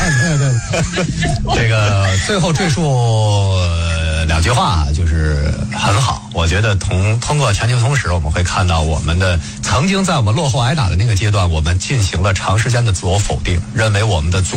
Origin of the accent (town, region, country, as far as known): China